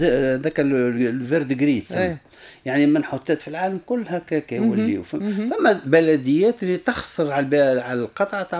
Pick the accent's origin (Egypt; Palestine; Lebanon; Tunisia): Tunisia; Tunis, Tunis Governorate; باب سويقة حومتي،